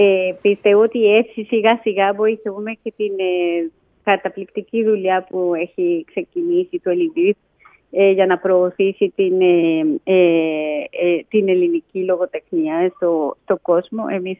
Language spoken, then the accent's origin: Greek; Colombia; moved away; Εγώ είμαι από την Κολομβία.